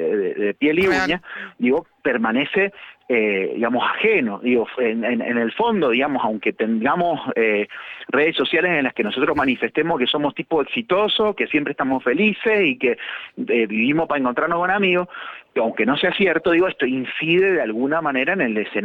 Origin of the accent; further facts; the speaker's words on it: Mendoza, Argentina; como nosotros somos de Mendoza